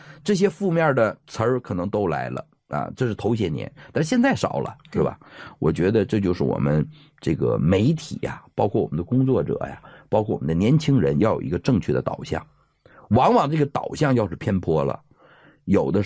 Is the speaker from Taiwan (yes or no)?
no; Northeast China, China; 用咱们东北话讲